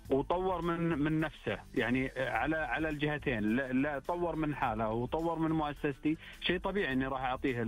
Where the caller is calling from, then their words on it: Eastern Province, Saudi Arabia; من المنطقة الشرقية